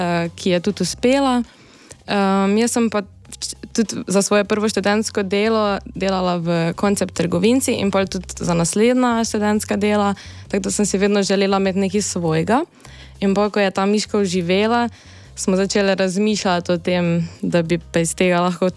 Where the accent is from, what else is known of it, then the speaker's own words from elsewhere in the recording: Brežice, Lower Sava, Slovenia; mi prihajamo iz Brežic